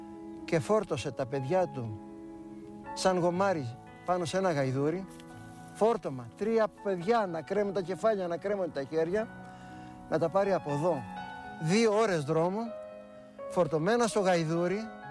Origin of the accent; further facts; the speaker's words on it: Agios Vasileios, Greece; Πέρασε από το δικό μου το χωριό πιο πρώτα, είναι στην πέρασά του, στον Άγιο Βασίλειο.